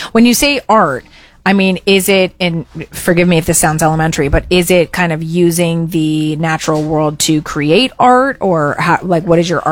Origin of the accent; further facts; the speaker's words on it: Connecticut, United States; born and raised in Connecticut